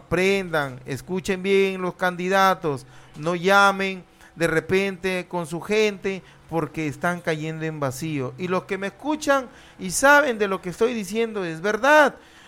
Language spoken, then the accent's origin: Spanish; Tucumán, Argentina; como tucumano siempre he salido a la palestra a decirles a los gerentes, a los subgerentes, decirles, amigos, por favor, ayuden a mi pueblo de Tucumán.